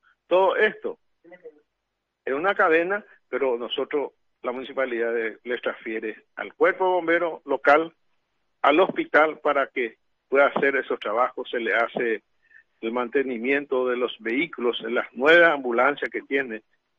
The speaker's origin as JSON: {"language": "Spanish", "country": "Paraguay"}